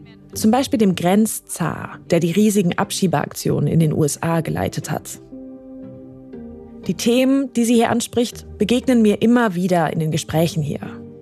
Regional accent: Germany; now in United States; Immer wieder werde ich angesprochen, wenn ich erzähle, wo ich herkomme.

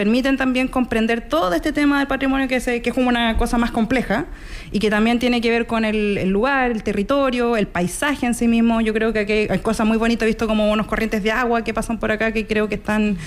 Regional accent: Chile; moved away; yo soy arquitecta, soy chilena

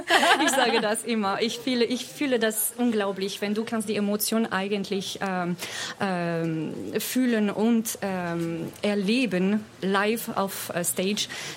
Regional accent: southern France, France; Ja. Und das ist eigentlich sehr schön, weil ich komme aus Südfrankreich und es ist dort extrem warm.

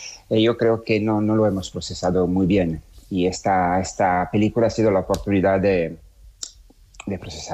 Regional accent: Spain; now in Barcelona, Spain; como español residente aquí y como barceloní de adopción

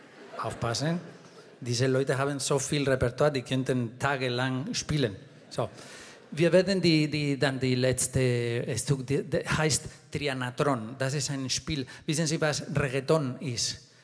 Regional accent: Vitoria-Gasteiz, Basque Country, Spain; born there; German is a second language; Soleá ist der Flamenco-Rhythmus, das wir gespielt haben, und de Gasteiz, wo ich geboren bin. Das ist Baskenland. Und es gibt kein Flamenco leider im Baskenland, aber jetzt es gibt eine Soleá von meiner Stadt

